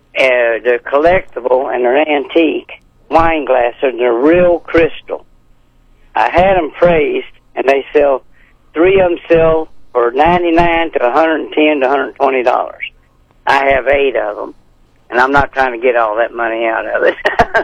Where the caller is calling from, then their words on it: Franklin, Missouri, United States; I'm calling from Franklin, Missouri.